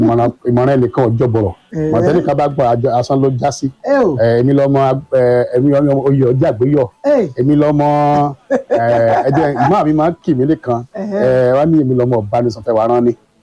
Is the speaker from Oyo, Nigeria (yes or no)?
yes; Ibadan, Oyo, Nigeria; ile kuro ni ilu Ibadan ni mo ti se kekere dagba bẹ́ẹ̀ náà dẹ̀ nígbà tí mo kúrò ní Wesley College Practicing School mo kúrò ní mo wọ Wesley ní 1974 abimi ní ọdún 1968 August 31 1968